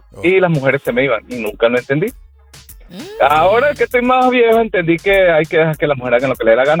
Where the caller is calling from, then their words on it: West Palm Beach, Florida, United States; te estoy llamando de West Palm Beach.